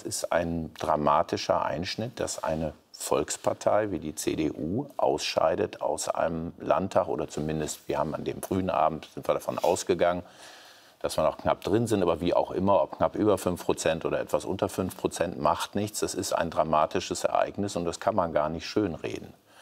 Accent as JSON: {"language": "German", "region": "Lower Saxony", "country": "Germany", "said": "ich komme aus Niedersachsen, ich erlebe das an den VW-Standorten"}